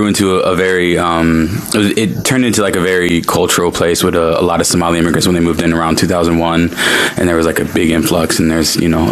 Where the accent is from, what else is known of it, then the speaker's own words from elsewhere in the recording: St. Cloud, Minnesota, United States; also born or lived in Delaware; now in Philadelphia, United States; I was raised in Minnesota